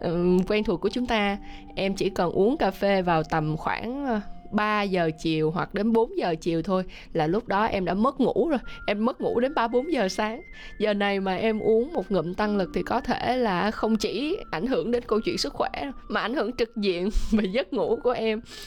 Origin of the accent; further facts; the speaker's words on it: Tay Ninh, Vietnam; moved away; thì cũng là một người con của Long An, Tây Ninh, cũng rất là quen thuộc với lại cụm Tân An, Long An, Tây Ninh